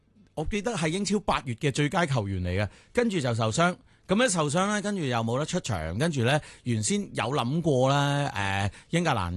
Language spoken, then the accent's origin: Cantonese; Hong Kong; 我哋香港人嚟噶